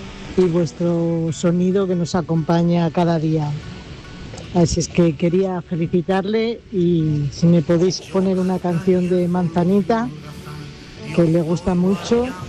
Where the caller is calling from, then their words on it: Salamanca, Castile and León, Spain; Somos de Salamanca